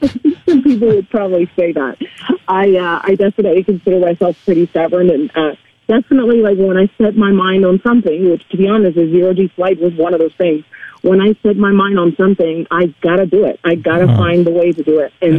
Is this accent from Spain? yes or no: yes; Spain; first language Spanish; English is a second language; I'm from Spain, so Spanish is my first language. I kind of had to learn English as part of learning to fly.